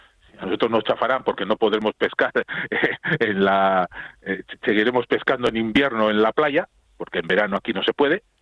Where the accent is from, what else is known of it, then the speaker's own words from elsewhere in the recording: Bilbao, Basque Country, Spain; Yo soy de Bilbao, y orgulloso de ser de Vizcaya.